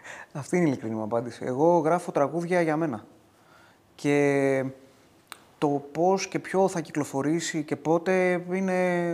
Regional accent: Greece

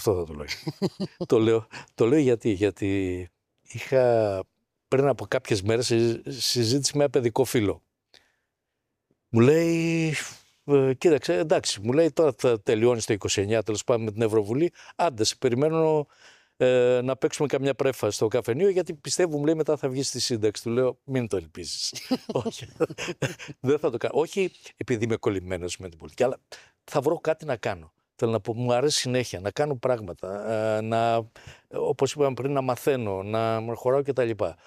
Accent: Peloponnese, Greece; Καταρχάς είμαι Έλληνα. Ωραία. Έχω μεγαλώσει στην Ελλάδα, Αρκαδία, λοιπόν, που είναι το κέντρο του κόσμου, όπως και να το κάνουμε. Λοιπόν, έχω μεγαλώσει εδώ, η οικογένειά μου είναι εδώ.

